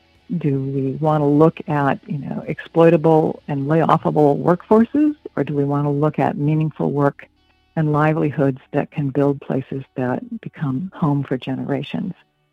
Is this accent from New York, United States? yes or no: no; Flint, Michigan, United States; I was born in Flint, Michigan. My dad worked for AC Spark Plug, which was part of General Motors, for almost all of his career.